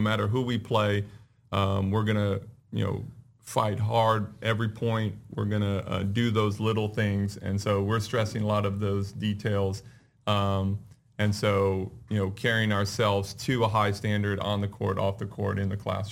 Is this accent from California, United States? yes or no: yes; California, United States; So I grew up in California, and I played in high school.